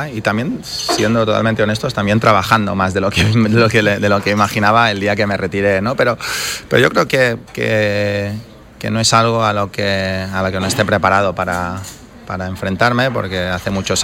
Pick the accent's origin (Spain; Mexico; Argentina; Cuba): Spain; evidentemente el fútbol como buen español pues es una pasión